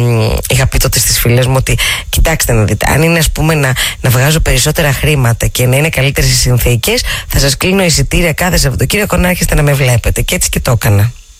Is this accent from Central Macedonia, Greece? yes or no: yes; Thessaloniki, Central Macedonia, Greece; moved away as an adult; now in Athens, Greece; όταν είσαι από ένα μέρος σαν τη Θεσσαλονίκη